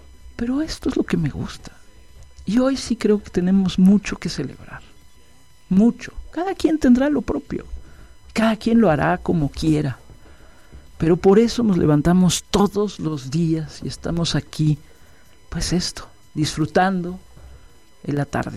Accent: Mexico City, Mexico; born there; yo nací aquí en México, aquí en la Ciudad de México, el Paseo de la Reforma, había un hospital, ahí nací, hace ya 59 años de edad. Pero luego estuve en algunos otros países por el trabajo de mi papá y regresamos a México, y yo tenía dos nacionalidades

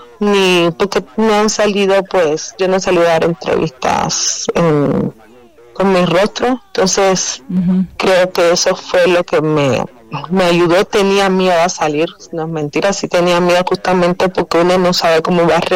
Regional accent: Cuba; moved away as an adult; now in Mexico; Soy de origen cubano. Llegué aquí en el año 2017 con beca CONACYT para la maestría de energía en la UNAM.

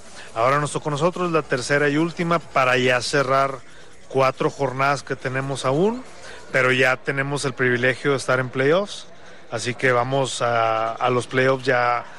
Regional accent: Monterrey, Nuevo León, Mexico; moved away; Soy mexicano, exactamente, regiomontano, y soy el único ahorita mexicano en la liga activo.

